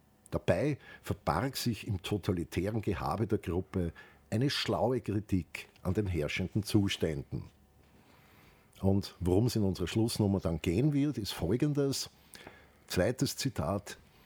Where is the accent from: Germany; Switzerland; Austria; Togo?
Austria; Limonaden, die es bei uns zu Hause in Österreich nicht gab.